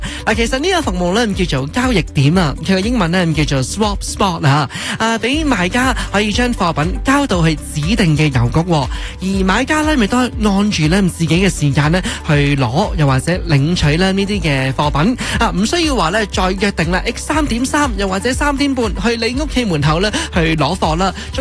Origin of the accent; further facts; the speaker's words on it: Canada; 俾我哋加拿大人